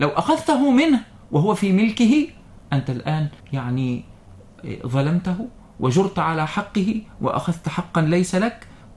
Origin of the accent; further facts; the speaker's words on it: Qift, Qena Governorate, Egypt; من مصر، من بلادي قفط قنا